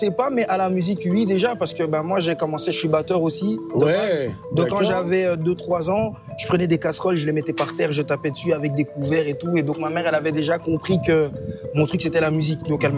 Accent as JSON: {"language": "French", "country": "Belgium", "tie": "born or raised there", "said": "Non, ici en Belgique. J'ai grandi en Belgique et je suis né ici."}